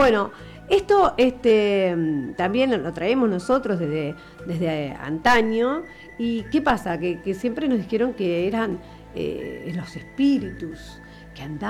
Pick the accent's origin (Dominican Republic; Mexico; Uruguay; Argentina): Argentina; General Villegas, Buenos Aires Province; Yo estaba en mi pueblo, en mi ciudad ahora, General Villegas